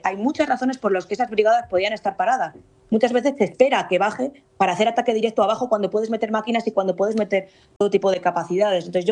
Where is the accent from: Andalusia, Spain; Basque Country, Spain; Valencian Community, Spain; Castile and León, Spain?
Castile and León, Spain; Pablo Fernández, que es de mi tierra, León